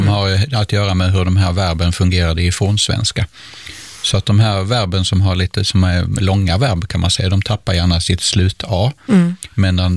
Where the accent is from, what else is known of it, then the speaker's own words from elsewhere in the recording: southern Sweden, Sweden; Och då är det så att i södra Sverige, där jag kommer ifrån, då har vi bara det bakre sje-ljudet.